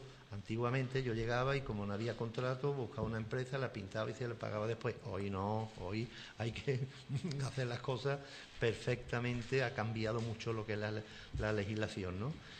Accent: Chipiona, Andalusia, Spain; yo soy jubilado, no tengo otra cosa que hacer, y disfruto de mi pueblo, me gusta mi pueblo, lucho por mi pueblo

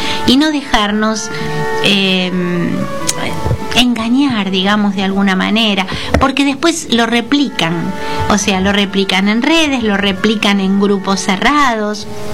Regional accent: Argentina; que somos hermanos argentinos

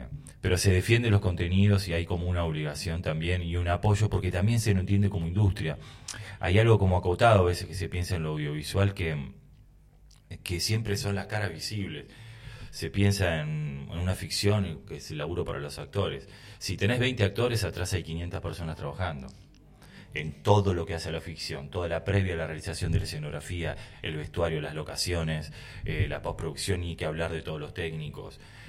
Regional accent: Argentina

